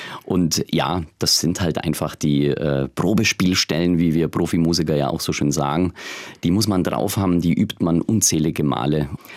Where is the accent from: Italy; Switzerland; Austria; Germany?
Germany; Tannhausen, Bavaria; Also ich komme aus Tannhausen, ja, ein beschaulicher Ort in Bayern, 1980 geboren.